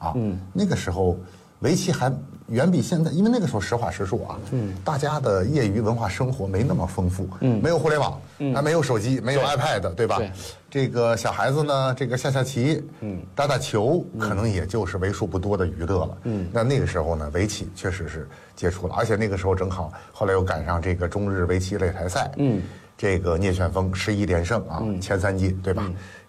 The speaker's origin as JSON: {"language": "Chinese", "country": "China"}